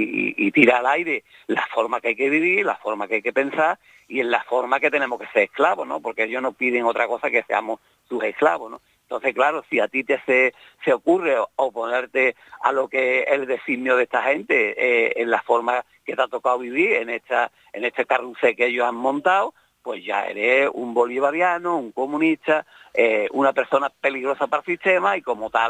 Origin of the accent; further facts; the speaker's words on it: Andalusia, Spain; moved away as an adult; por qué me volví? Porque yo ansiaba estar en mi tierra, porque yo estoy enamorado de Andalucía